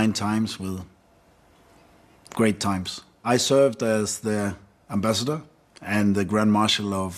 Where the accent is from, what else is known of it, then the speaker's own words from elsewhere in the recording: Denmark; I'm from Denmark. A boy with a big dream